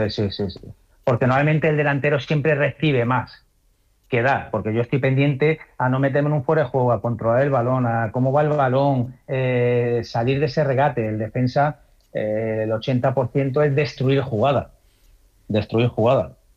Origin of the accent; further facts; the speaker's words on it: Aragon, Spain; Yo soy maño, me considero maño, bautizado y pasado por el manto del Pilar, ¿vale?